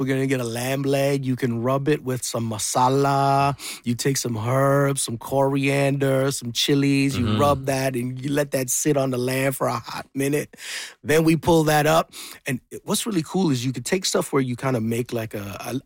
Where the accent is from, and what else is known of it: Edmonton, Alberta, Canada; born or raised there